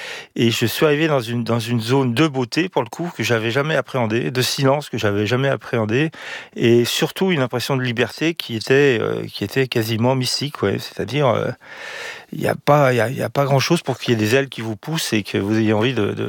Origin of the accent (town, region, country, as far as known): Grenoble, Auvergne-Rhône-Alpes, France; born there; also born or lived in Lyon / Arnas, Villefranche-sur-Saône (Beaujolais)